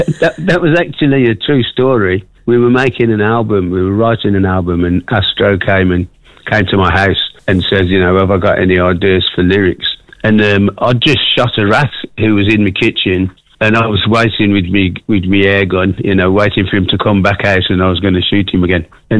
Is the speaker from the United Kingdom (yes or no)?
yes; Birmingham, West Midlands, United Kingdom; accent: Brummy; a lot of people didn't know what I was singing about because of my Brummy accent